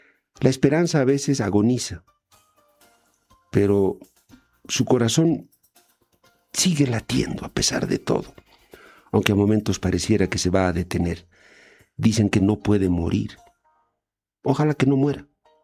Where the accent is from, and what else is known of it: Bolivia